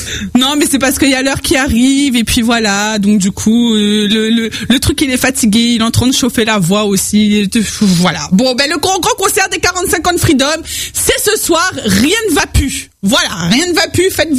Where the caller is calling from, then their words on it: East of Réunion, Réunion; accent: Creole of the East; moi je suis de l'Est, moi je parle comme on m'a appris à parler le créole